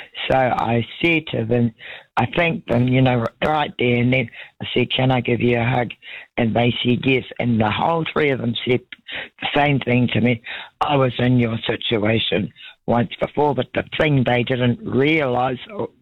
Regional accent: Gisborne, New Zealand; when I was a young child growing up in Gisborne, we moved from the coast, we had 2ZB was our radio station

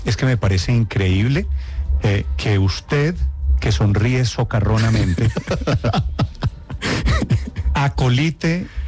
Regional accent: Argentina; born there; somos argentinos, es que nacimos en Sudamérica. Yo no nací en Gran Bretaña.

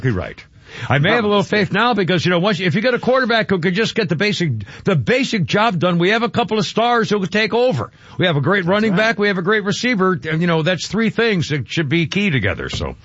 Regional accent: Massachusetts, United States; Now, where I grew up in New England, we up in the mountains, the Berkshire Mountains where I was

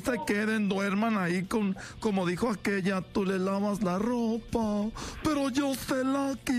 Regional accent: Silao, Guanajuato, Mexico; Sí, yo soy de Guanajuato. Güey. Sí, pero soy de Silao, Guanajuato.

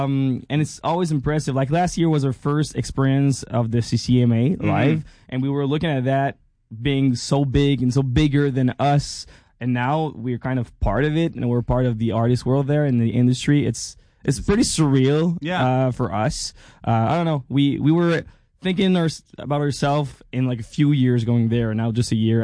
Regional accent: Quebec City, Quebec, Canada; We're from Quebec City, actually.

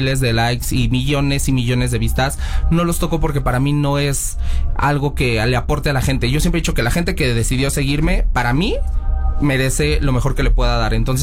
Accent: San Cristóbal de las Casas, Chiapas, Mexico; Yo viví en mi pueblo, Deli, allá en San Cristóbal de las Casas. Entonces yo sí, comiéndome mi tamal de chipilín e informándole a la nación.

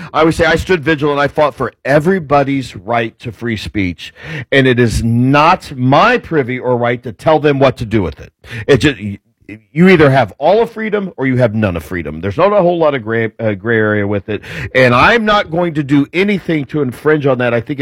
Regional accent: United States; as an American

